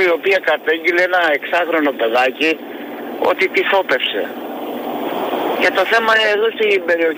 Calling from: Loutraki, Peloponnese, Greece; Εδώ στην περιοχή μας, εγώ είμαι από Κόρυδο, στο Λουτράκι.

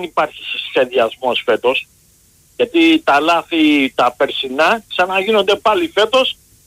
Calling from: Neo Irakleio, Attica, Greece; από το Νέο Ηράκλειο

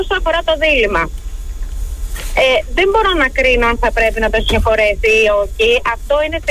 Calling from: Varda, Western Greece, Greece; Τηλεφωνώ από Βάρδα.

